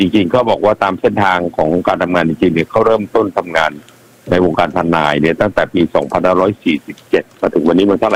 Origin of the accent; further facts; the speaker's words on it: Samut Sakhon, Thailand; ผมก็เป็นคนสมุทรสาคร